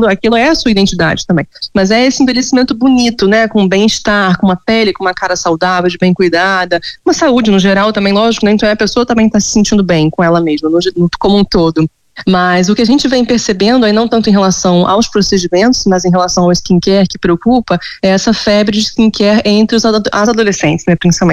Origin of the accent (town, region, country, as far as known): Rio de Janeiro, Brazil